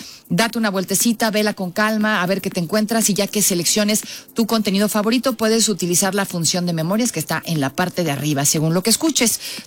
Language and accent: Spanish; Mexico; somos mexicanos